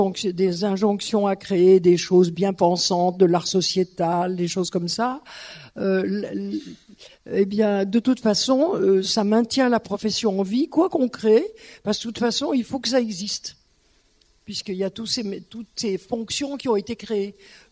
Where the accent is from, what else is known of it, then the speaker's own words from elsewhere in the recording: Lyon, Auvergne-Rhône-Alpes, France; moi, je suis lyonnaise